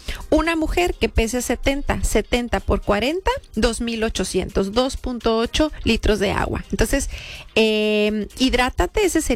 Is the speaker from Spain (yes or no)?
no; Mexico